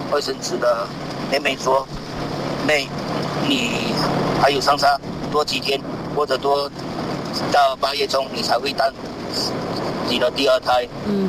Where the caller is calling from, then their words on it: Johor, Malaysia; 我是来自柔佛的